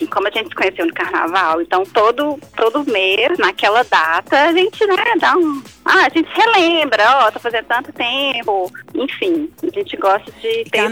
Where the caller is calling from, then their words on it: Belo Horizonte, Minas Gerais, Brazil; accent: mineiro; Sou mineira, Belo Horizonte.